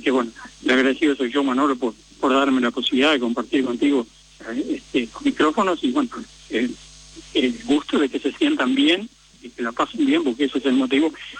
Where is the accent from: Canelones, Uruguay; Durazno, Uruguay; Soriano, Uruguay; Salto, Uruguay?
Durazno, Uruguay; Carmen